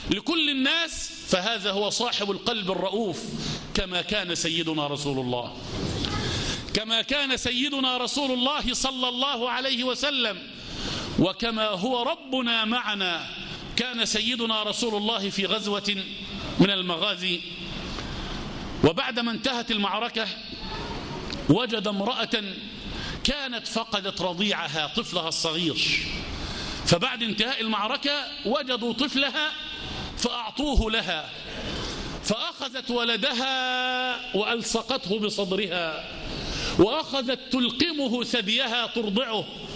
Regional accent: Egypt; بلدنا مصر

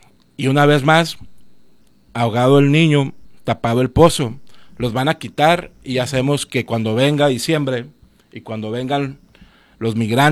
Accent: Mexico; a los que somos completamente mexicanos

